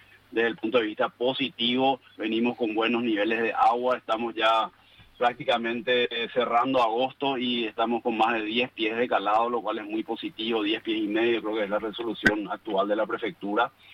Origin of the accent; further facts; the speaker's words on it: Paraguay; somos todos paraguayos